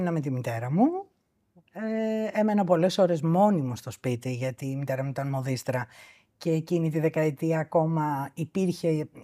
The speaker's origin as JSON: {"language": "Greek", "country": "Greece", "tie": "born or raised there", "also_born_or_lived": "Istanbul, Turkey"}